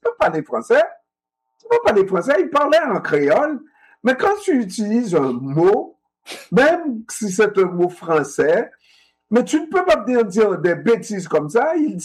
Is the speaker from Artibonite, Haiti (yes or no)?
yes; Gonaïves, Artibonite, Haiti; ils vont faire leurs droits dans ma ville natale à Gonaïves.